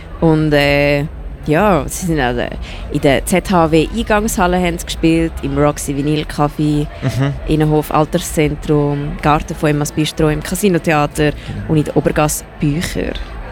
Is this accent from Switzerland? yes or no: yes; Eastern Switzerland, Switzerland; Aber bei mir ist es, ich komme aus Ostschweiz.